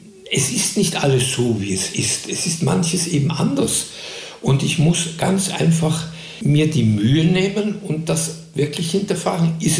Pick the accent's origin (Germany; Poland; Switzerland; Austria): Austria; Ich musste als Österreicher in jedem deutschen Engagement, Arbeitsbewilligung, Aufenthaltsgenehmigung